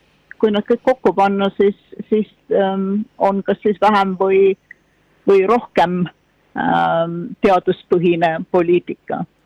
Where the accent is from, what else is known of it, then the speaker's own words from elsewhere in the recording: Saare County, Estonia; now in Cambridge, United Kingdom; No Saaremaa on kodusaar. Ma sündisin Saaremaal, kesed Saaremaad